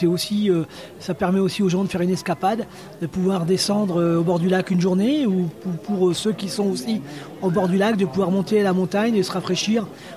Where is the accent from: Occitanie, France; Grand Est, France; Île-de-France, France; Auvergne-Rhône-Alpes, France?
Grand Est, France; born there; Maintenant, je me considère un peu comme un montagnard, mais c'est vrai qu'à l'origine, je suis né en Champagne.